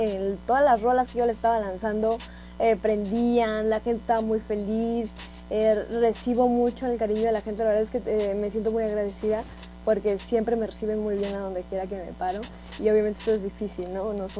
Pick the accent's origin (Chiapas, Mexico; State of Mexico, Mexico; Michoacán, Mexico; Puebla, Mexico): State of Mexico, Mexico; Toluca; allá de donde soy, de Toluca